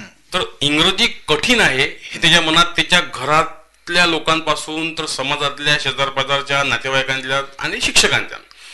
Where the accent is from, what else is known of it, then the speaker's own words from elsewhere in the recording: Maharashtra, India; जसं मी संपूर्णतः मराठी मीडियम मध्ये शिकलेला मुलगा आहे आणि मी कट्टर मराठी माणूस आहे पण मी इंग्लिश शिकवतो